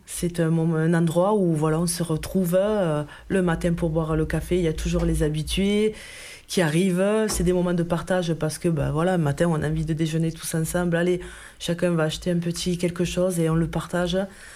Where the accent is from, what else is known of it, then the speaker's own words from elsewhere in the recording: Occitanie, France; Moi je suis, alors je suis née dans l'Ariège, tout petit village où, voilà, dans l'école, on était 12 enfants.